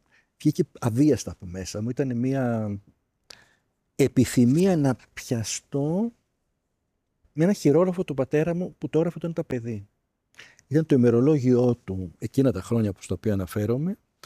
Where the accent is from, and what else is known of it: Athens, Attica, Greece; born or raised there